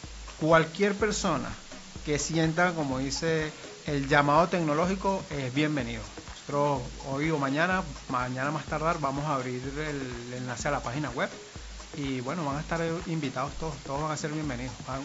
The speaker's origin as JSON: {"language": "Spanish", "town": "Guatire", "region": "Miranda", "country": "Venezuela", "tie": "born there", "also_born_or_lived": "Caracas / Panama City", "said": "soy de Guarenas, soy de Guatire, soy de acá. Nací en Caracas, pero 25 años viviendo acá, ya prácticamente soy de acá."}